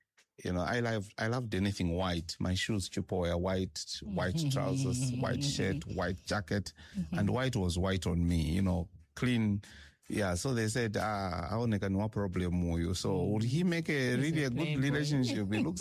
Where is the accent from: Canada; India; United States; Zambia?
Zambia; Copperbelt; I grew up in the Copper Belt